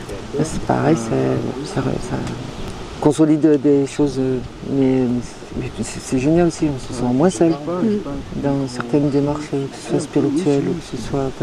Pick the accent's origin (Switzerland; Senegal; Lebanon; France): France; Vernoux-en-Vivarais, Auvergne-Rhône-Alpes; donc je viens du côté de Vernon en Vivarais.